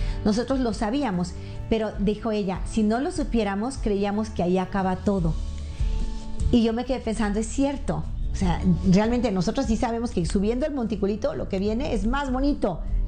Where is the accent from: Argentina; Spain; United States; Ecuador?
United States; El Paso, Texas; born there; donde yo nací. Saludo a todos los paseños.